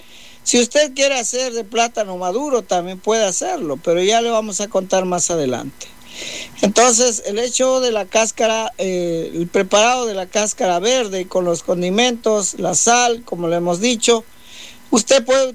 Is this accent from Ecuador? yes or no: yes; Ecuador; nosotros los ecuatorianos.